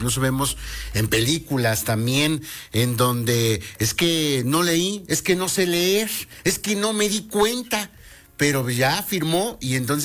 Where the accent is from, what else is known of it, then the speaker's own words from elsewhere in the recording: Mexico; como buen mexicano, lo tengo que decir, no somos dados a leer